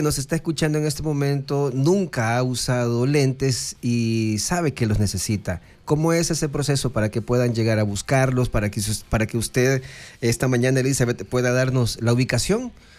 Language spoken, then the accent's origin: Spanish; El Salvador; como decimos nosotros como buen salvadoreño